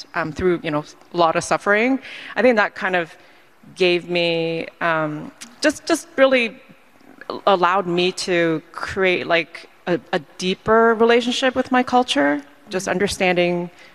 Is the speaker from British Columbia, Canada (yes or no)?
no; Toronto, Ontario, Canada; I think just also growing up in Toronto, which is a city that just really embraces multiculturalism, and it's really a big part of the city's identity is that it's multicultural.